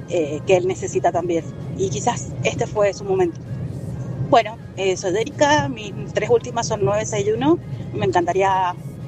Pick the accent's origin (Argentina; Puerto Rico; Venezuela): Argentina; Rivadavia, Mendoza; Soy del Este, Rivadavia.